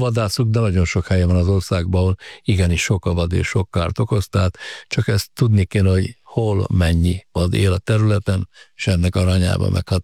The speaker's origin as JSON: {"language": "Hungarian", "town": "Nagybátony", "region": "Nógrád", "country": "Hungary", "tie": "born or raised there", "also_born_or_lived": "Mátra", "moved": "as an adult", "lives_now": "Börzsöny, Hungary", "said": "Hát a Nógrád megyének a keleti végéből származom, nagybátonyi vagyok, a gyerekkoromat Zajdorónál az erdő közepén töltöttem"}